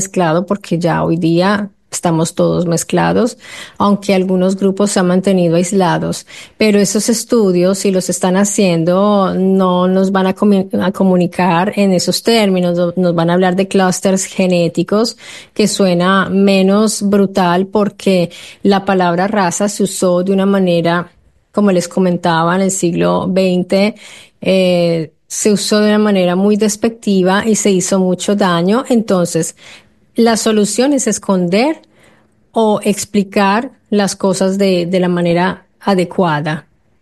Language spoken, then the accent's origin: Spanish; Colombia; now in Italy; Yo también soy ciudadana italiana, pero no soy italiana. Yo soy de origen colombiana y soy sudamericana.